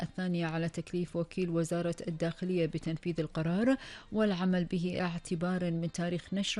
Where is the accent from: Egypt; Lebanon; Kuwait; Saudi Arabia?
Kuwait; إلى فقرة أخبار الديرة وآخر أخبار ديرتنا الحبيبة الكويت وآخر المستجدات